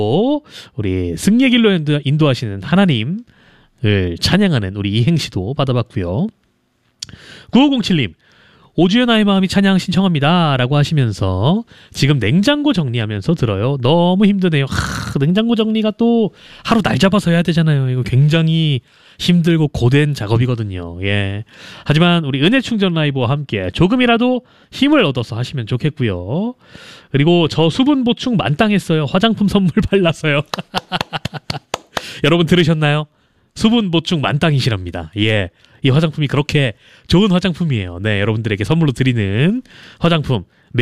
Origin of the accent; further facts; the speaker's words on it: Chungcheong, South Korea; 저는 충청도 사람이기 때문에